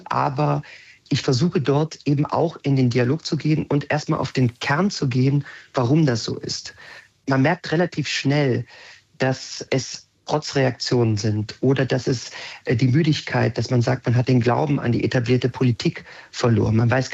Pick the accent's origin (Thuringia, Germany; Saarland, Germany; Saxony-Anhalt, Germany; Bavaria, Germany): Saxony-Anhalt, Germany; Magdeburg; gerade ich als Magdeburger und Sachsen-Anhaltiner